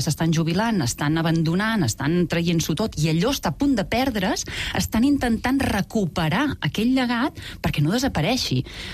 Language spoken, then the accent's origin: Catalan; Torroella de Fluvià, Catalonia, Spain; born there; moved away as an adult; Vaig néixer a Torroella Fluvià, que és un poblet de l'Alt Empordà, en un veïnat molt petit que es diu Sant Tomàs de Fluvià, però jo sempre he sentit que era urbanita i a mi la ciutat m'ha atrapat sempre.